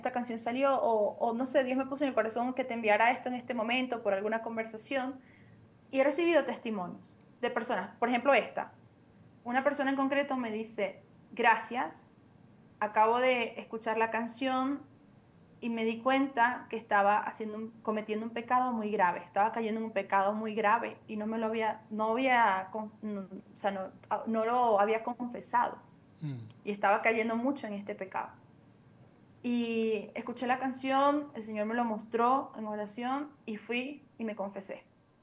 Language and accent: Spanish; Venezuela; moved away as an adult; como venezolanos, sabes todas las situaciones que hemos tenido que afrontar